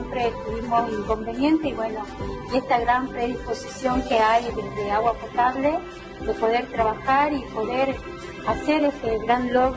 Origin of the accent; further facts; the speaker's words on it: Maimará, Jujuy, Argentina; mi pueblo y hacia cada una de las familias maimareñas.